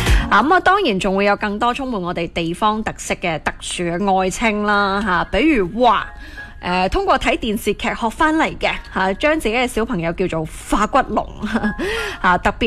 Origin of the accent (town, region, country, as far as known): Guangdong, China